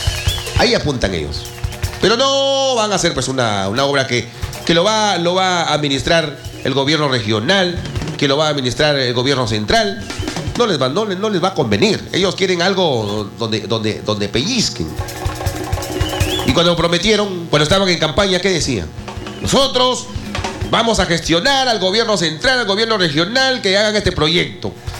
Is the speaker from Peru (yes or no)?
yes; northern Peru, Peru; Y lo digo así como criollo, como norteño.